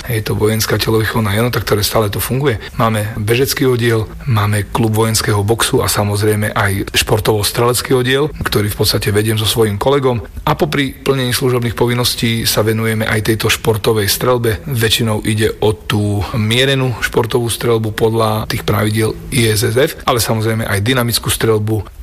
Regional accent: Telgárt, Banská Bystrica Region, Slovakia; Ja sám ako rodák z Telgártu sa snažím o zachovanie tradícií

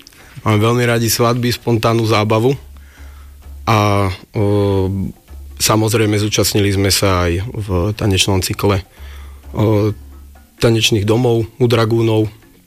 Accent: Jasenie, Banská Bystrica Region, Slovakia; now in Western Slovakia; Ja som dovandroval z obce Jasenie, to je niekde na polceste medzi Banskou Bystricou a Breznom

